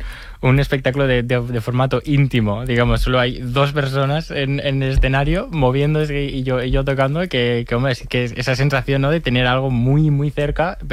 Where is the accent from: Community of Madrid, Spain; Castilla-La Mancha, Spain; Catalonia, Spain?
Catalonia, Spain; Barcelona